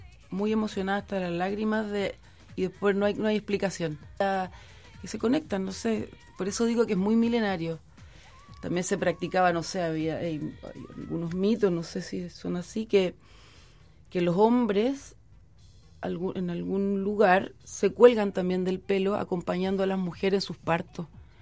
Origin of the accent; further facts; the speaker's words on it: Santiago, Santiago Metropolitan Region, Chile; moved away as an adult; now in Valparaíso, Chile; años acá viviendo, pero oriunda de Santiago.